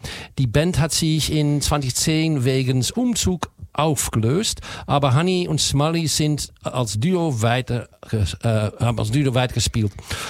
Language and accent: German; Amsterdam, North Holland, Netherlands; Ich bin aus Amsterdam